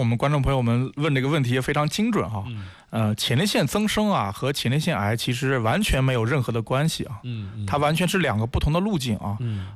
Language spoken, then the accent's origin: Chinese; China